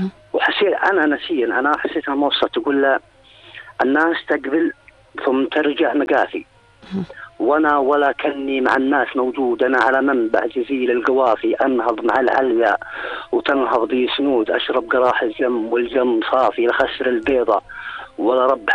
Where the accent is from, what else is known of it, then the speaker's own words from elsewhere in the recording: Jordan; أنا أردني